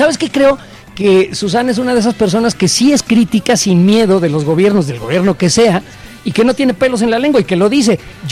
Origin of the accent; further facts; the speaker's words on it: Mexico; born there; tengo triple nacionalidad, entonces este güey es un maldito que no es mexicano, nací en México, o sea, tengo mi pasaporte mexicano y mi nacionalidad, pero no puedo ser, no soy puro.